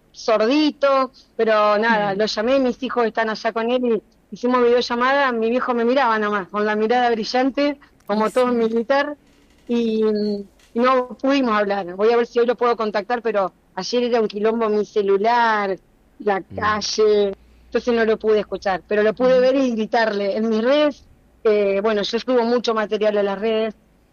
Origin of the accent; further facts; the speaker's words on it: Argentina; now in London, United Kingdom; Nosotros los argentinos